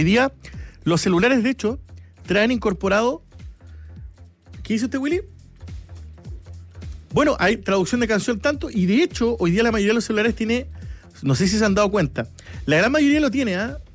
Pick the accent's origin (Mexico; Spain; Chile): Chile; porque no me gusta el inglés, porque soy chileno y porque no me gusta la música en inglés.